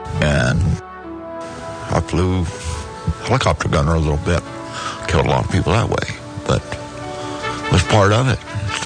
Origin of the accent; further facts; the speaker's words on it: United States; I'm an American. I want to fight for my country.